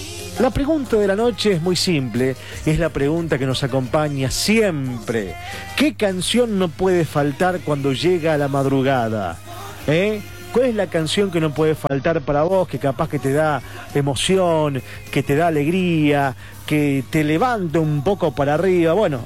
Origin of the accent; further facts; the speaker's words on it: Bariloche, Río Negro, Argentina; de Bariloche, aquí tomando un cafecito y escuchándolos.